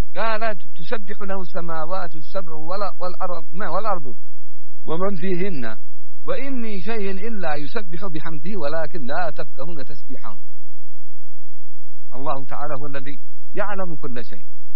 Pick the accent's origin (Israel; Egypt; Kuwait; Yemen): Yemen; عندنا في اليمن لو نسمع مثلا اللغة المهارية